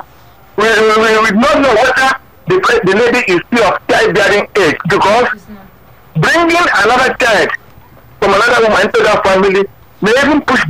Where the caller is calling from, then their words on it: Anambra, Nigeria; I come from Oga, and in Anambra State